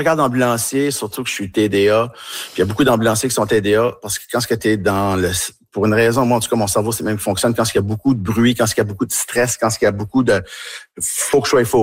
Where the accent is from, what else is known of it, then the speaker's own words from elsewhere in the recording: Tracadie, New Brunswick, Canada; accent: Tracadie; quand je suis avec eux autres, ben, je parle avec mon accent tracadie un peu plus, puis je me laisse aller.